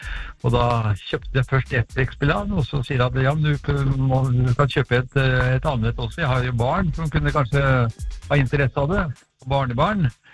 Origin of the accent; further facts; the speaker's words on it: Eidsvoll, Akershus, Norway; Ja, jeg kommer fra Eidsvoll